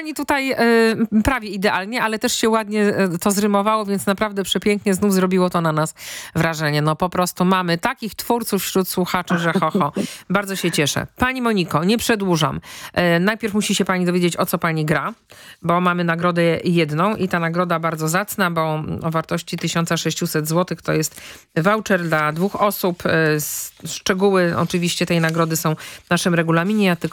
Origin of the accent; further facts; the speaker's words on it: Wrocław, Lower Silesian Voivodeship, Poland; bo ja wrocławianka, rodowita, moje kochane miasto. I love Wrocław.